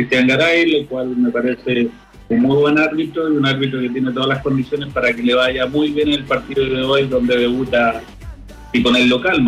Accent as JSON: {"language": "Spanish", "country": "Chile"}